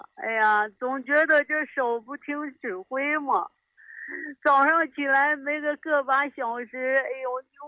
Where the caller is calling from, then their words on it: Shaanxi, China; 我是陕西的新朋友。